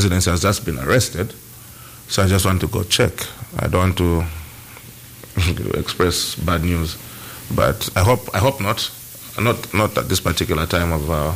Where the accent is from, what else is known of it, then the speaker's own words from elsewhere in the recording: Lusaka, Lusaka Province, Zambia; I come from Lusaka Central. My roads are getting worse, if not worse.